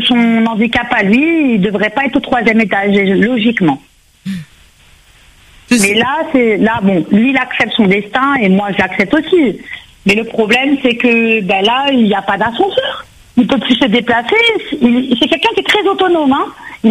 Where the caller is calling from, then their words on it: Saint-Denis, Réunion; j'habite sur Sainte-Clotilde